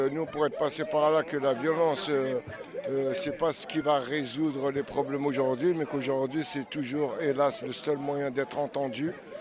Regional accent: Dammarie-les-Lys, Île-de-France, France; j'ai grandi à Damary-les-Lys, là où Abdelkader Bouzian a été tué par la police en 1997.

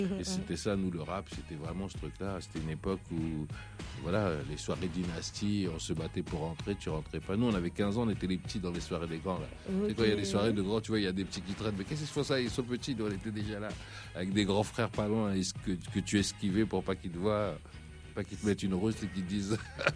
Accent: DR Congo; Moi, j'ai de la chance, je viens du Congo.

